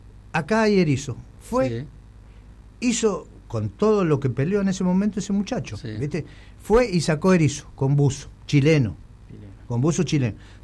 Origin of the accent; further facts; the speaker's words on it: Río Grande, Tierra del Fuego, Argentina; Yo, que soy de acá, de Río Grande